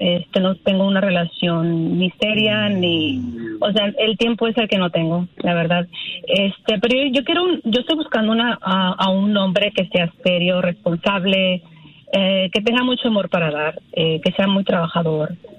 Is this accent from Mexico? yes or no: yes; Jalisco, Mexico